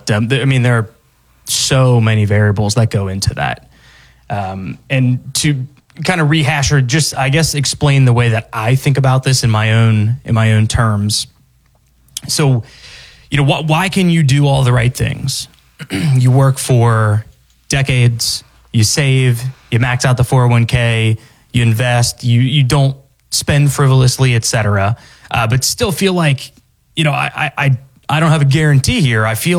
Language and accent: English; Ohio, United States; So I'm from Ohio. I am a Bengals fan.